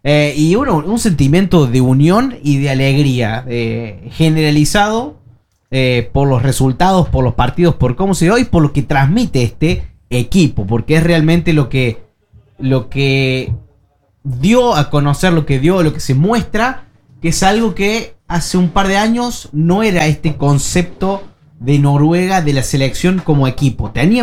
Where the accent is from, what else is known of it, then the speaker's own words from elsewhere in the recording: Argentina; moved away as an adult; now in Oslo, Norway; Yo como argentino